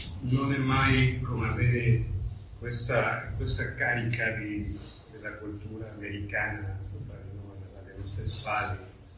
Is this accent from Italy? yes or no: no; Mexico